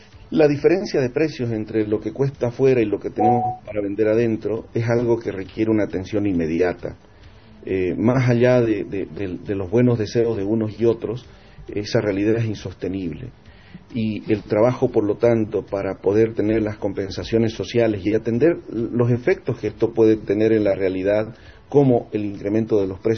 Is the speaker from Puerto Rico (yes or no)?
no; Bolivia; que nos corresponde a todos los bolivianos. No somos los del gobierno, no es el comité cívico, no somos los bolivianos